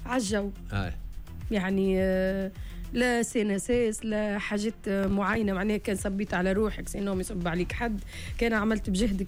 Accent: Tunisia; احنا انا تغربت ومشيت وخرجت وشفت الناس قديش يعتزوا بالهوية متاعهم وكل وانا تونسية وفي تونس

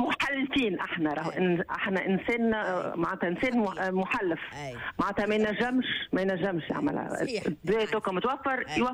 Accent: Tunisia; طبعا احنا راهو احنا راه ستانكي عندنا في تونس

